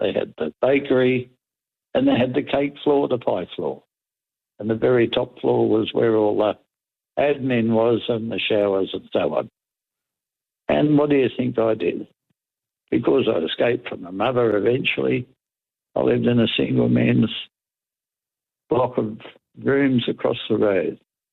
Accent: Sydney, New South Wales, Australia; I was born in Paddington Women's Hospital.

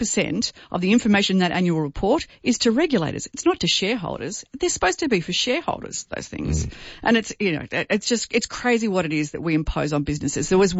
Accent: Victoria, Australia; and I'm from Victoria, where, you know, our prosperity.

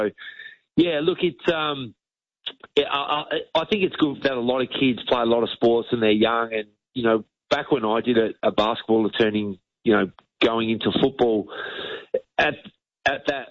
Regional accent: Adelaide, South Australia, Australia; I grew up in Adelaide, being a basketball family. Went to all the Sixers games.

